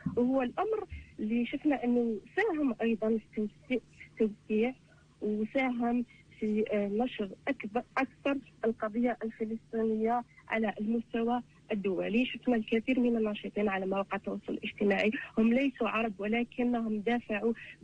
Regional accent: Algeria; نحن كجزائريين

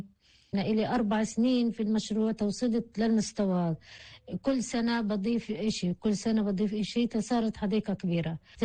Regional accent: Al-Judeira, Jerusalem, Palestine; من قرى شمال غرب القدس، من قرية اسمها قرية الجديرة.

